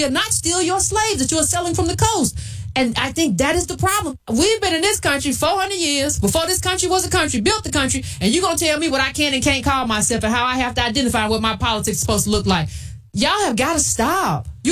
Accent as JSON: {"language": "English", "country": "United States", "said": "We can say that we are American descendants of chattel slavery."}